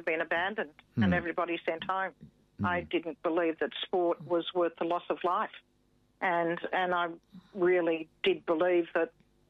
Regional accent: Australia; But I am an Australian

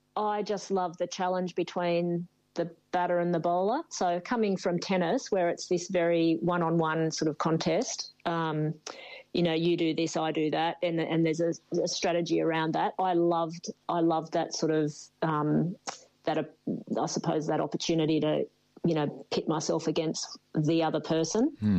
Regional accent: Newcastle, New South Wales, Australia; growing up in Newcastle

